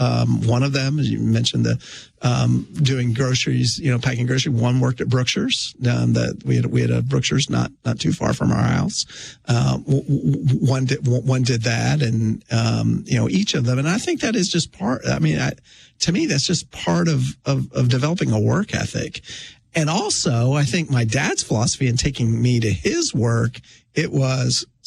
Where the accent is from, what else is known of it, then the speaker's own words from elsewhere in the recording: Scotland, United Kingdom; I'm not going to offend the French. I'm Scottish. I just declared my allegiance.